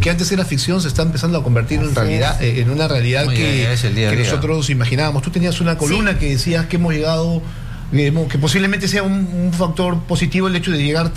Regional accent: Peru; nosotros como peruanos estamos muy alejados de lo que el mundo, digamos, en este momento está desarrollando

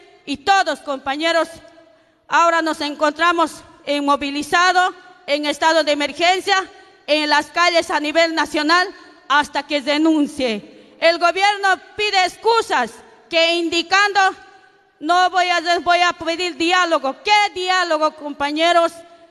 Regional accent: Cochabamba, Bolivia; somos trópicos de Cochabamba

